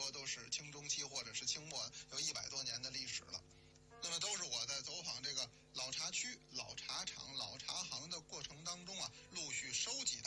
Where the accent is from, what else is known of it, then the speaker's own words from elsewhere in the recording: Beijing, China; 我是北京人，我要为我的家乡多说两句。我的家乡爱喝一种茶，叫做茉莉花茶。